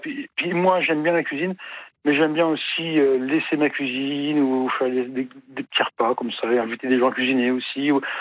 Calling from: Pays de la Loire, France; moi je suis sur le Maine-et-Loire

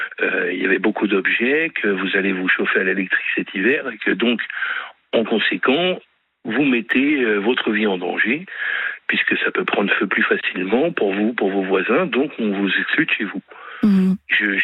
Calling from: Île-de-France, France; j'ai 46 ans, j'habite en région parisienne

